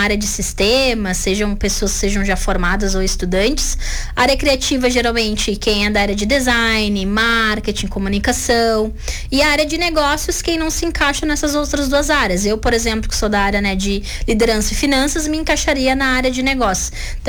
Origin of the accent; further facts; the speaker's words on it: Rio Grande do Sul, Brazil; now in Lages, Brazil; eu sou gaúcha.